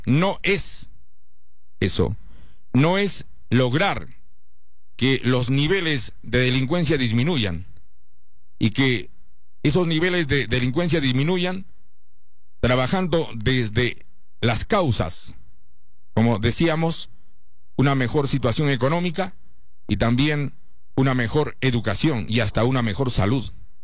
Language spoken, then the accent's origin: Spanish; Peru